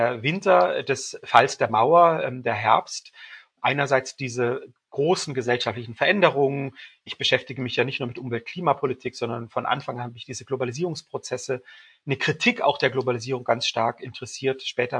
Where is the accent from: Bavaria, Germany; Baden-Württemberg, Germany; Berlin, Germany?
Baden-Württemberg, Germany; Mainau Island; Ich bin aufgewachsen auf der Insel Mainau im Bodensee, ne, die Blumeninsel